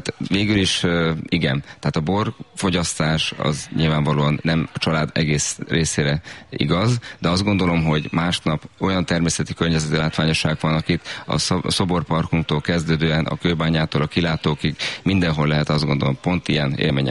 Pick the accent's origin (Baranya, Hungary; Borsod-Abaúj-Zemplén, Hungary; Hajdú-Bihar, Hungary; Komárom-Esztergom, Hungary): Baranya, Hungary; Villány; born there; Hát én is itt születtem Villányban